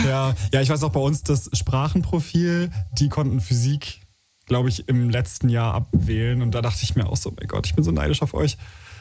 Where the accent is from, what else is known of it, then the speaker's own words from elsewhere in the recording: Schleswig-Holstein, Germany; born there; ich bin ja in Schleswig-Holstein zur Schule gegangen